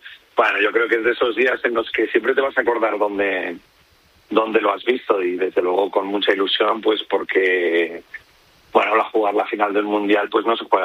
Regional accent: Madrid, Community of Madrid, Spain; porque yo soy de Madrid, pues vamos a estar apoyándoles

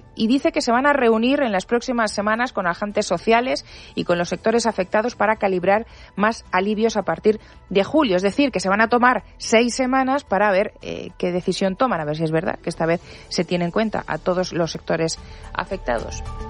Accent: Los Hinojosos, Castilla-La Mancha, Spain; y mi comunidad, Castilla-La Mancha, y en mi pueblo, en Los Hinojosos, Cuenca, también lo festejamos

